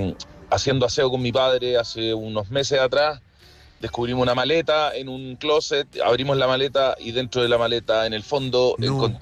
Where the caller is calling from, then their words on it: La Florida, Santiago Metropolitan Region, Chile; Ya, amigos, un saludo grande desde la comuna de La Florida.